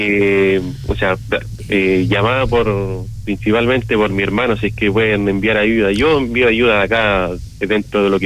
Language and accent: Spanish; Talca, Maule, Chile; yo soy de Talca, vivo en Talca hace